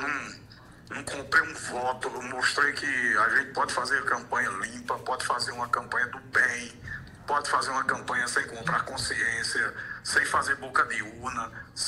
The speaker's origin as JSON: {"language": "Portuguese", "town": "Cajazeiras", "region": "Paraíba", "country": "Brazil", "tie": "born or raised there", "said": "Na minha terra, Cajazeiras, Fabiano, lá eu tirei mais de 1.000 votos para deputado estadual, sem apoio."}